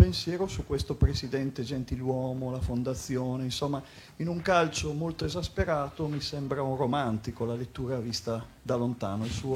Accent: Reggio Emilia, Emilia-Romagna, Italy; Io sono di Reggio Emilia

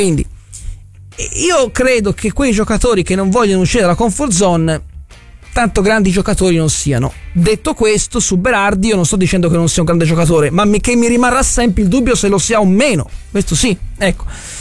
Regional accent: Tuscany, Italy

